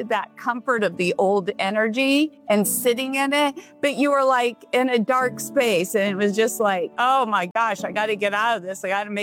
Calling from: southern France, France; Yes, Southern France.

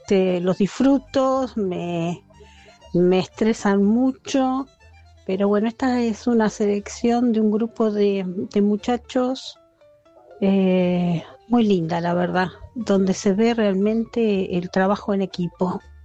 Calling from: Santa Rosa, La Pampa, Argentina; de Santa Rosa La Pampa

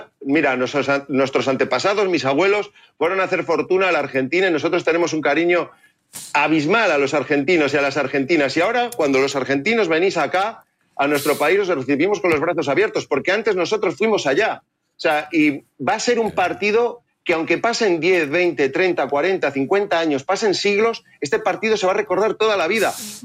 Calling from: Madrid, Community of Madrid, Spain; En Madrid estoy en el barrio Salamanca.

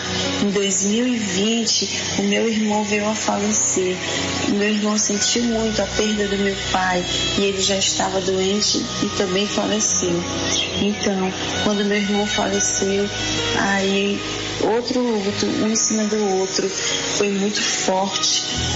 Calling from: Fortaleza, Ceará, Brazil; sou aqui de Fortaleza, Ceará.

